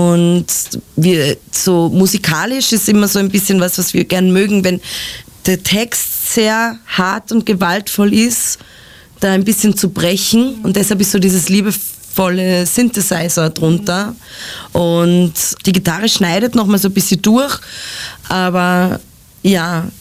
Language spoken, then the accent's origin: German; Ebensee, Upper Austria, Austria; born or raised there; now in Vienna, Austria